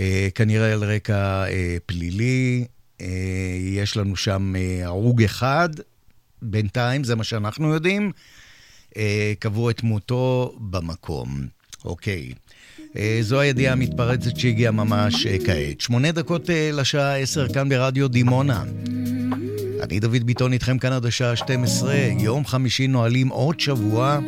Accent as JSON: {"language": "Hebrew", "town": "Holon", "region": "Tel Aviv District", "country": "Israel", "tie": "born or raised there", "said": "סמוך למחלף חולון, עיר הולדתי"}